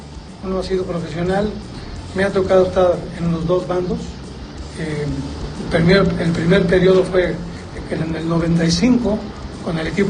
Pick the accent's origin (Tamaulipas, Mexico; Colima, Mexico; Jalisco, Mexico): Tamaulipas, Mexico; Tampico; now in Monterrey, Mexico; prácticamente yo ya soy más regiomontano, soy tampiquense, pero hoy ya me considero regio, literalmente, ¿no? Por los años que llevo viviendo ya en la localidad.